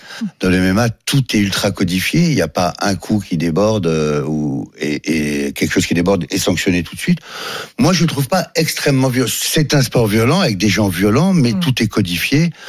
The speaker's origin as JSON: {"language": "French", "town": "Paris", "region": "Île-de-France", "country": "France", "said": "Non, je suis parisien"}